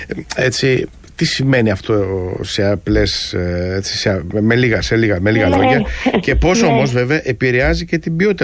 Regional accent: Chania, Crete, Greece; ως κριτικός, ως Χανιώτης και σε μια περιοχή που έχει pop ελαιόλαδο, όπως είναι το Κίσαμος πάνω από το Κολυμπάρι, και στο χωριό μου

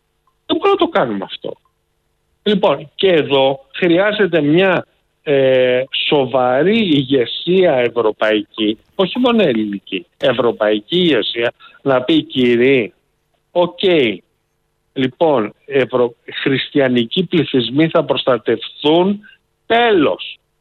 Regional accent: Greece

